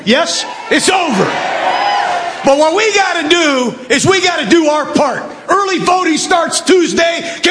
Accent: Sandusky, Ohio, United States; I'm from Ohio. My mom and dad are from Cleveland. I was born in Sandusky, and I went to the University of Dayton, and I'm damn proud of it.

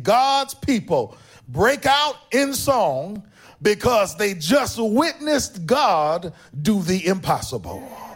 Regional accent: Oakland, California, United States; also born or lived in Richmond; I was born and raised in Oakland. We call it Oak Town. Born and raised, and then we moved to Richmond, California.

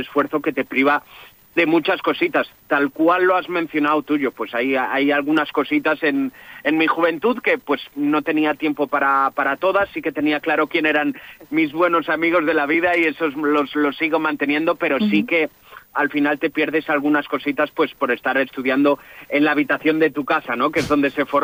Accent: Vigo, Galicia, Spain; Yo soy gallego, en Vigo

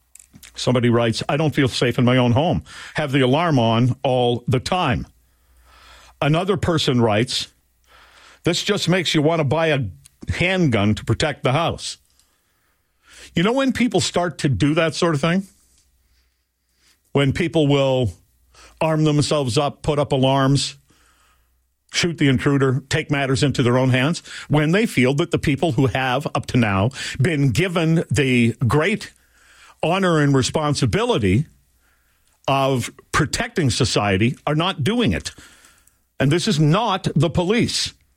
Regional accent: Canada; And, you know, I grew up in Canada. I went to the United States and worked there, got into talk radio, and then came back here in 2010.

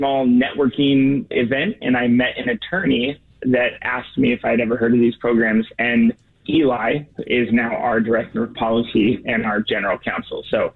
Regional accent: Portland, Oregon, United States; So I grew up in Portland, Oregon.

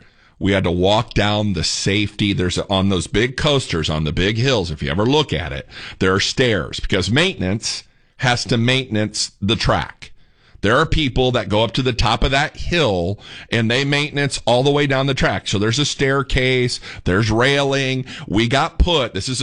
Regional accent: Indiana, United States; I grew up in Northeast Indiana.

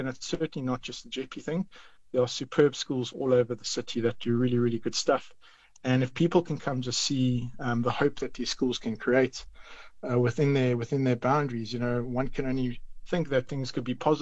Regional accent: South Africa; We are twin with South Africa, and we are proudly South African.

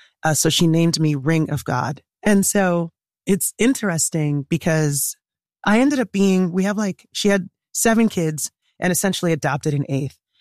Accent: Ithaca, New York, United States; But I grew up in Ithaca, and with my parents being Nigerian, you know, we were a very immigrant household.

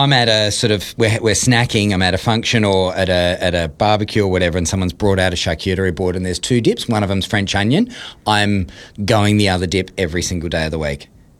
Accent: Adelaide, South Australia, Australia; I'm from Adelaide

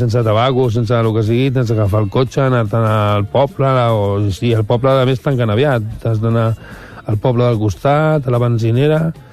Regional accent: Barcelona, Catalonia, Spain; sí, tot soc del Raval de tota la vida, els meus avis, els meus besavis també. I bueno, i ara fa cosa, ho veus tot canviat, no?

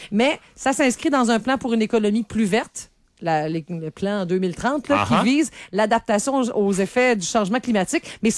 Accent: Sainte-Félicité, Quebec, Canada; j'habitais sur le bord du fleuve à Sainte-Félicité.

